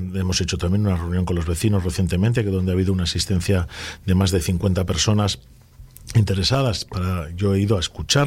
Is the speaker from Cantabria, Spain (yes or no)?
yes; Laredo, Cantabria, Spain